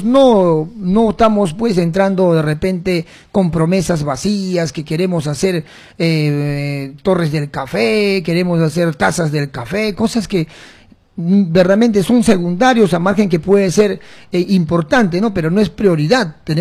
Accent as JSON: {"language": "Spanish", "town": "Pichanaki", "region": "Junín", "country": "Peru"}